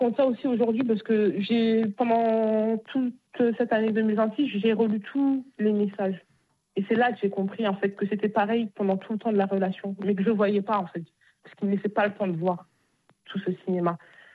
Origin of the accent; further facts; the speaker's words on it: Bagneux, Île-de-France, France; Parce que moi, je viens de Bagneux.